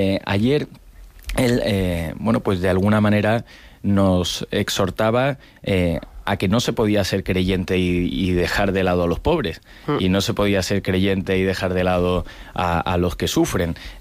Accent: Andalusia, Spain; now in Madrid, Spain; pues yo que soy andaluz, residente en Madrid

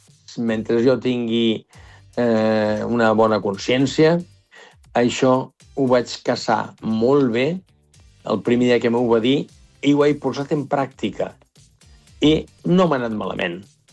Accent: Catalonia, Spain; moved away; Jo sóc del Baix Ebre, sóc allí del Delta, i sempre ho he dit. Jo vinc de pagesos.

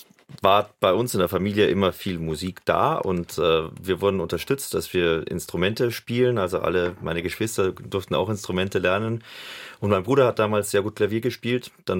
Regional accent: Bad Reichenhall, Bavaria, Germany; Ich komme aus Reichenhall.

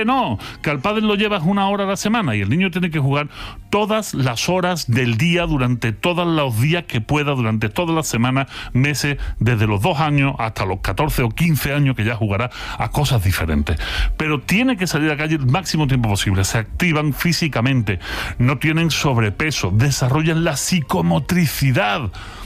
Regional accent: Mexico; born there; Esto lo hacía nací en México, ¿eh? Que nadie me pregunte por nombres de España.

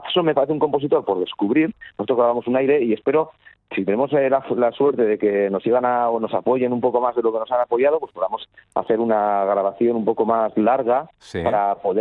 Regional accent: Basque Country, Spain; pero bueno, yo soy del País Vasco y entonces la música tradicional de aquí, del País Vasco y del Pirineo, para nosotros tiene una importancia muy grande

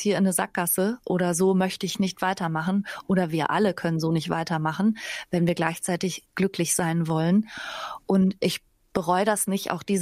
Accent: Bergisch Gladbach, North Rhine-Westphalia, Germany; Ich bin aus Bergisch Gladbach bei Köln. Da kommt man mit so einer generellen Entspanntheit ins Leben.

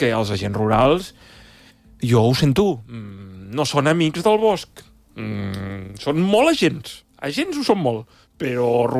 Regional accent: Banyoles, Catalonia, Spain; Jo soc de Banyoles

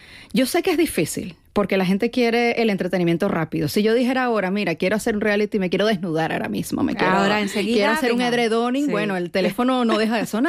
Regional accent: Venezuela; now in Madrid, Spain; tengo 10 años que no voy a Venezuela también. En 10 años ha cambiado muchísimo el país.

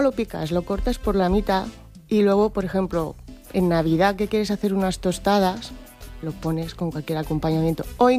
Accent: Corbera de Llobregat, Catalonia, Spain; also born or lived in Scotland; En Corbera, no, yo soy de Corbera y Obregat.

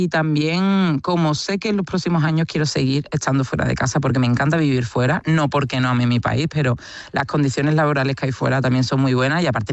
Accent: Cádiz, Andalusia, Spain

